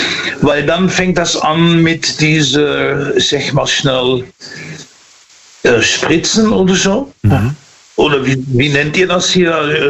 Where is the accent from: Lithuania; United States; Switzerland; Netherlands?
Netherlands; now in Dortmund, Germany